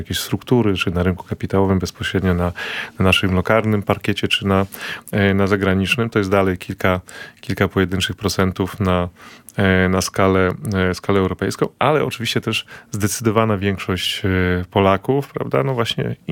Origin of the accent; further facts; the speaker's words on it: Lower Silesian Voivodeship, Poland; ja pochodzę z Dolnego Śląska, tam wychowywałem się w otoczeniu rodzin górników